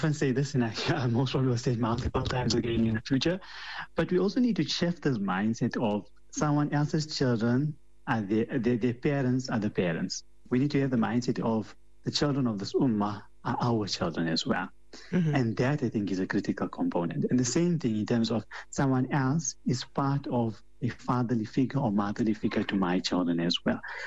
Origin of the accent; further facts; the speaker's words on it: South Africa; It doesn't mean us as South African Muslims, we're immune to it